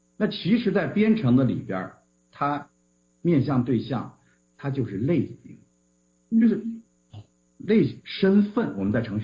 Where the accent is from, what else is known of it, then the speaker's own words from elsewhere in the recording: China; 我们中国人